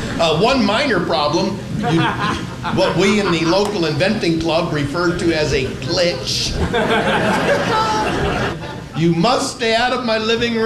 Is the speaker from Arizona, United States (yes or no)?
no; New York City, New York, United States; And this guy goes, where are you from? I go, I'm from New York.